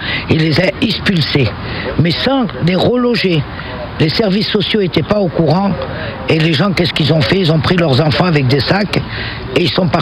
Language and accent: French; Manosque, Provence-Alpes-Côte d'Azur, France; born there; Moi je suis né à Manosque, j'ai 67 ans, voilà.